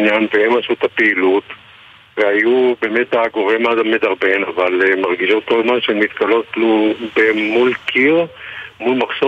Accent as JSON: {"language": "Hebrew", "town": "Givatayim", "region": "Tel Aviv District", "country": "Israel", "tie": "born or raised there", "moved": "yes", "lives_now": "Ramat Gan, Israel", "said": "כי אנחנו ילידי, בעצם נולדנו בגבעתיים עוד"}